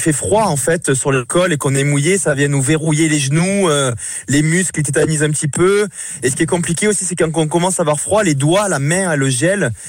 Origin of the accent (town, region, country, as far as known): Cavaillon, Provence-Alpes-Côte d'Azur, France; born or raised there